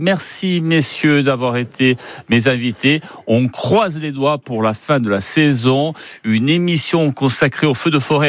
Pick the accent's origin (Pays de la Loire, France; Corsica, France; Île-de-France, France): Corsica, France; Cette colère, cette déception, on la retrouve chez nous en Corse